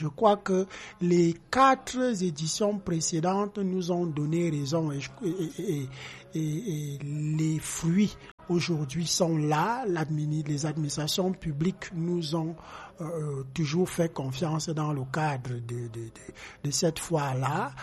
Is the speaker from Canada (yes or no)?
no; Ombessa, Centre, Cameroon; born there; also born or lived in Lékié department (Lobo area, home village); now in Yaoundé, Cameroon; Je suis né à Oumbessa.